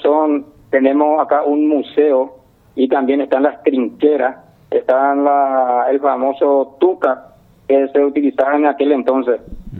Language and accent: Spanish; Paraguay; soy paraguayo cuando uno viene y pisa acá.